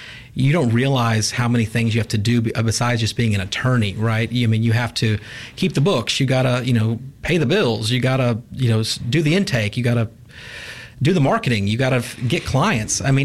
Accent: Jackson, United States; You know, I'm from Jackson. My family's from Jackson.

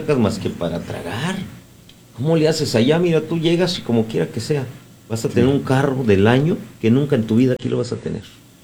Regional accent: Mexico; Nosotros somos mexicanos.

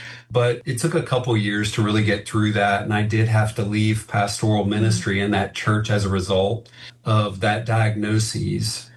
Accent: Louisiana, United States; I grew up in South Louisiana, where we do not stand and face hurricanes.

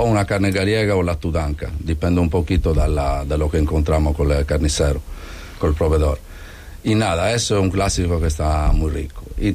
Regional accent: Sardinia, Italy; Spanish is a second language; also born or lived in Rome; now in Spain; Y tampoco yo soy de Roma, porque yo soy de Cerdeña.

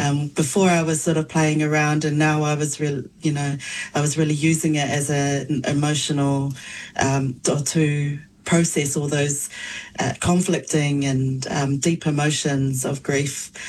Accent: Wellington, New Zealand; also born or lived in Samoa; Yes, I was born in Samoa and then raised in Te Whanganui Ātara in Kilburnie in Wellington.

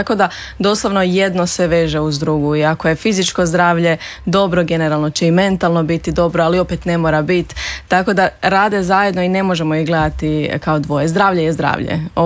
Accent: Croatia; now in Zagreb, Croatia; ovdje kod nas u Hrvatskoj, u Zagrebu

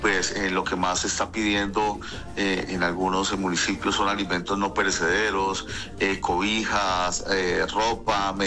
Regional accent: Colombia; soy como colombianos

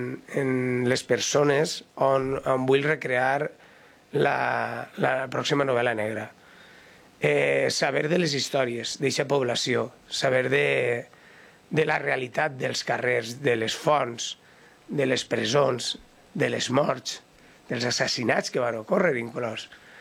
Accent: Alcoy, Valencian Community, Spain; a mi em va demanar que com a Alcoià escriguera sobre dos alcaldes que foren cabdals

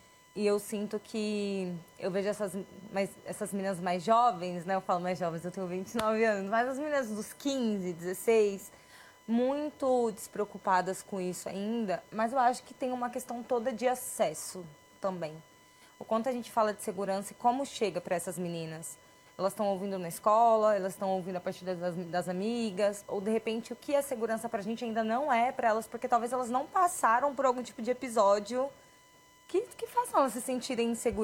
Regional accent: São Paulo, Brazil; Não, gente, mas não, porque eu sou de São Paulo, né?

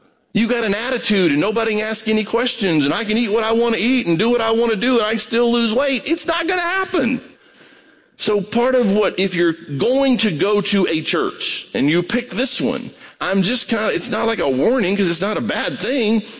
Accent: Brazil; moved away; I grew up in Brazil

